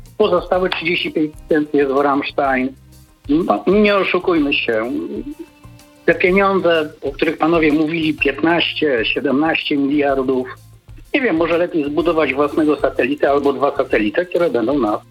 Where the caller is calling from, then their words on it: Masovian Voivodeship, Poland; Dzwonię z Piaseczuset pod Warszawą